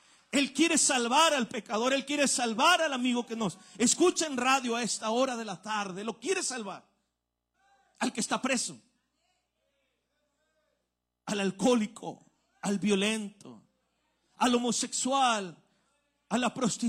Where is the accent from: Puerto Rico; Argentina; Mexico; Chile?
Mexico; nosotros somos mexicanos, hermano.